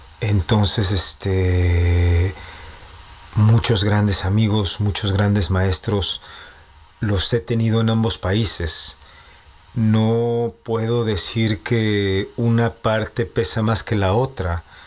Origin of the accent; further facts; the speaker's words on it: Tamaulipas, Mexico; now in Czechia; e ir a mostrar un poco de la cultura, no solamente de mi estado, sino de mi país, de México, de mi país natal.